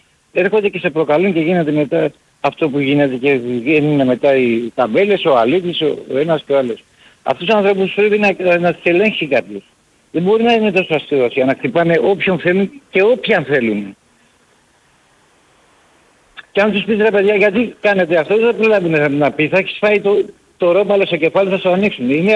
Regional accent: Piraeus, Attica, Greece; Έλα, Βαγγέλη … φίλε από Πειραιά.

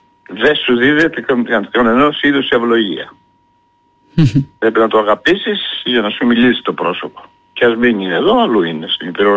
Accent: Crete, Greece; Εγώ γι' αυτό όπου και βρεθώ, όχι μόνο στην Κρήτη δηλαδή, λέω είμαι Έλληνας. Πρώτα απ' όλα είμαι κριτικός.

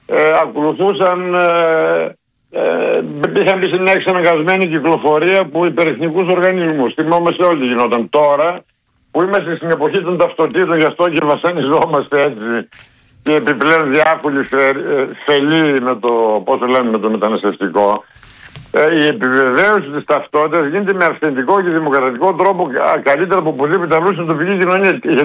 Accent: Macedonia, Greece; Η Χαλκιδική την ξέρω λίγο καλύτερα από εκείνον, ως Μακεδόνας.

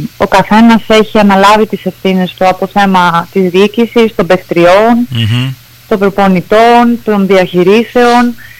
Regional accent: Greece; σαν Ελληνίδα.

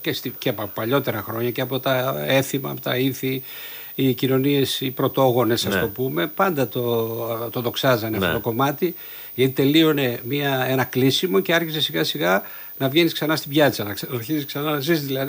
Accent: Makrirrachi, Thessaly, Greece; born there; Είμαι από τη Μακριράχη Πηλίου από το 1961.

